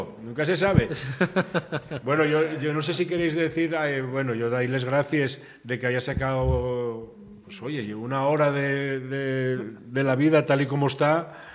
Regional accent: Valladolid, Castile and León, Spain; Oye, que soy de Valladolid

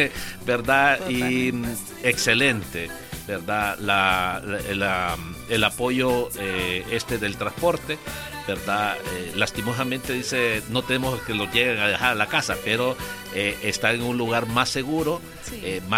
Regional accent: Comayagua, Honduras; Yo me acuerdo, yo soy foráneo, soy de Comayagua y me tocaba caminar.

